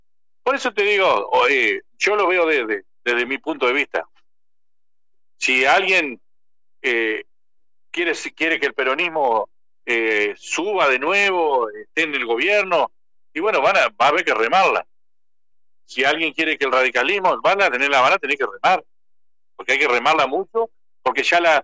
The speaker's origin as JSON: {"language": "Spanish", "town": "Diamante", "region": "Entre Ríos", "country": "Argentina", "said": "nosotros acá en Diamante"}